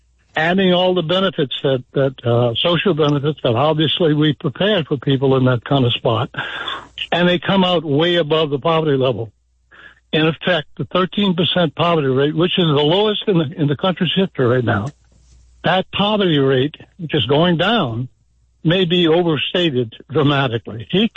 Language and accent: English; United States; You can live in America, as I did, growing up in Chag Bay, at a poverty level